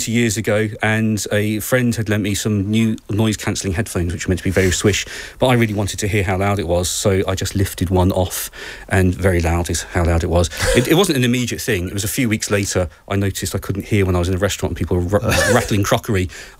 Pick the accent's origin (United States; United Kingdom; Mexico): United Kingdom; Kingston upon Thames, London; I grew up in Kingston